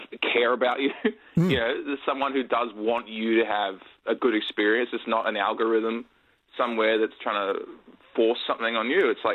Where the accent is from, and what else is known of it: Sydney, New South Wales, Australia; born or raised there